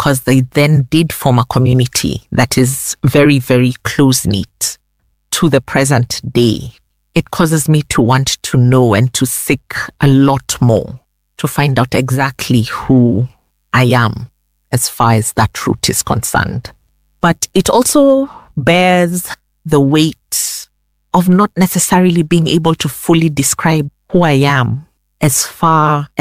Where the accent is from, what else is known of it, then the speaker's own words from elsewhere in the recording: Freetown, Western Area, Sierra Leone; also born or lived in Nairobi, Kenya; because Freetown is a place for me that I have grown up in from as early as 7 months. I did say that I was born in Nairobi, but I did come to live with my grandparents at around 7 months of age.